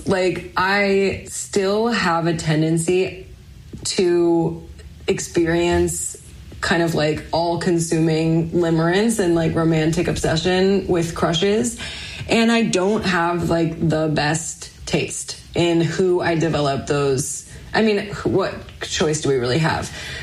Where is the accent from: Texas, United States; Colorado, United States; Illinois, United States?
Illinois, United States; Chicago; now in Los Angeles, United States; For me, I am from Chicago, so there's always a little bit of something about LA that I'm like, this is a concrete hell